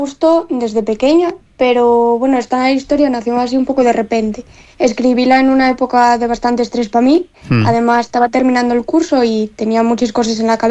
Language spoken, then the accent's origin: Spanish; Vimenes, Asturias, Spain; los bosques asturianos, de mi tierra y sobre todo de Vimenes, que es un lugar pues muy importante para mí. También quería hacer un guiño a mis raíces, porque vengo de sangre minera